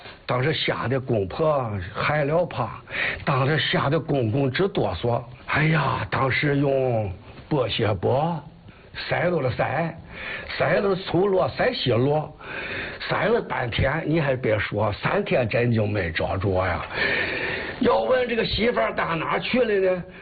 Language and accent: Chinese; Qiqihar, Heilongjiang, China; 我到天津去吧，天津人不知道我是齐齐哈尔人